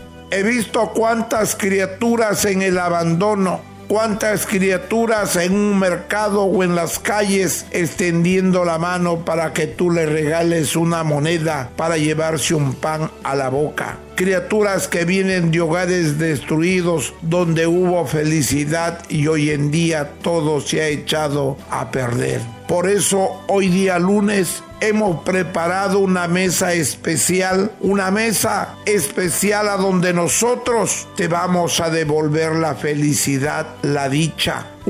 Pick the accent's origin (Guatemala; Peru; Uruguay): Peru; northern Peru; Gracias a la Santísima Cruz Bendita de Motupe, como buen norteño que soy.